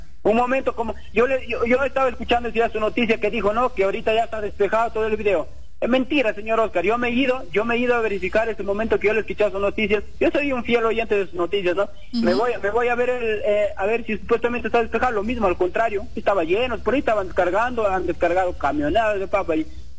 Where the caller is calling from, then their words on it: Cajamarca, Peru; Llamo de la ciudad de Cajamarca